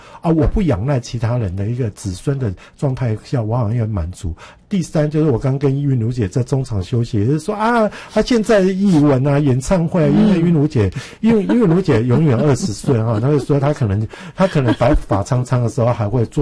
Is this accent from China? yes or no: no; Kaohsiung, Taiwan; also born or lived in Chiayi; now in Taipei, Taiwan; 我是高雄人，所以我对他第一我也熟悉，